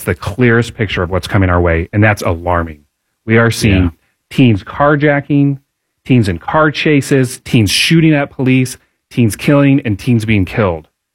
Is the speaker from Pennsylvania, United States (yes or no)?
no; Pike Township, Indiana, United States; So my background, I was born in Indiana, raised in Pike Township, went to IUPUI for undergrad, went to Harvard for law school.